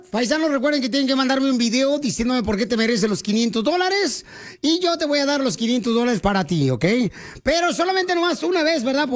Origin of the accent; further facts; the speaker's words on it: Mexico